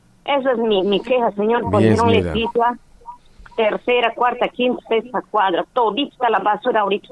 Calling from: Morales, San Martín, Peru

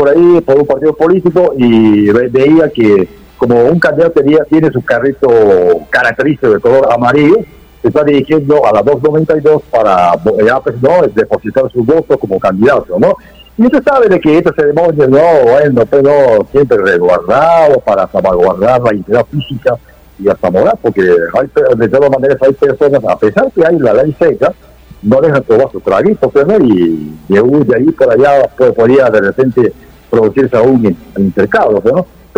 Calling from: Tabalosos, San Martín, Peru; rogando al señor que se mantenga la calma aquí en Tabalosos, capital del distrito, Ciudad de las Piedras

